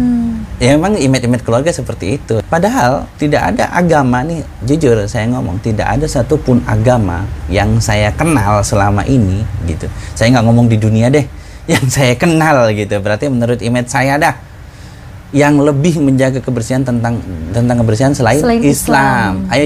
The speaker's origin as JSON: {"language": "Indonesian", "region": "Jakarta", "country": "Indonesia"}